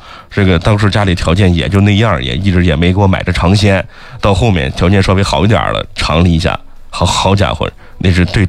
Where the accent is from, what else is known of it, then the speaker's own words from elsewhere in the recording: Xinjiang, China; 作为在新疆在本土长大的土生土长的新疆儿子